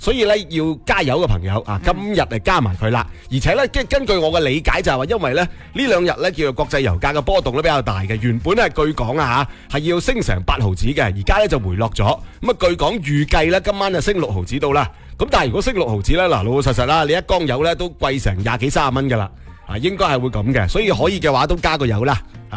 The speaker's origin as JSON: {"language": "Cantonese", "region": "Guangdong", "country": "China", "said": "我哋广东人"}